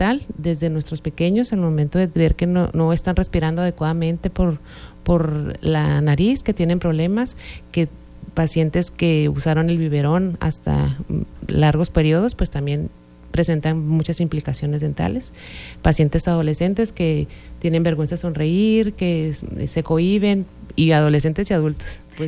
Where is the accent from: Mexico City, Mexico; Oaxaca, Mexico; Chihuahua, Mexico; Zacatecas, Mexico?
Chihuahua, Mexico; Delicias; Así es, somos especialistas responsables, somos de aquí de Delicias, no vamos a ir.